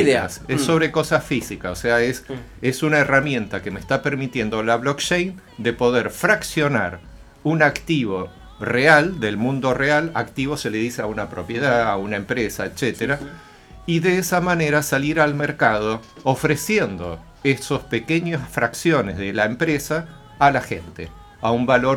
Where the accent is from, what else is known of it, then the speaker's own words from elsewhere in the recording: Argentina; now in Osorno, Chile; Y actualmente me encuentro acá en Chile, yo soy chileno y argentino, mi madre era chilena, falleció hace poquito.